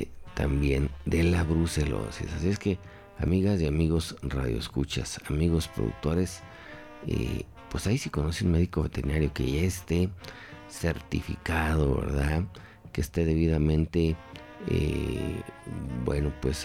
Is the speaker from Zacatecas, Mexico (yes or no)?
yes; Tlacotes, Zacatecas, Mexico; acá por en mi rancho de donde soy originario, acá por Tlacotes, Ojo Caliente.